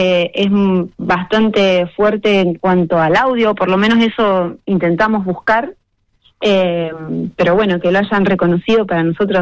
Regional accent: Rosario, Santa Fe, Argentina; con Pablo somos acá compatriotas rosarinos.

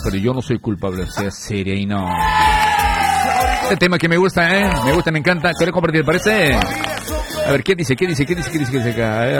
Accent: Bolivia; now in Argentina; No es que soy boliviano, obviamente. Radico en Argentina

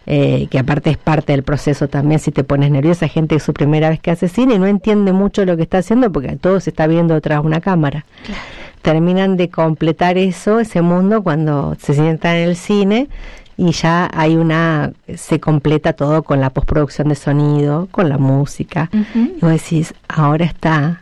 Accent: Cutral Có, Neuquén, Argentina; moved away; recordar mi infancia en los 80 en Cutralcó

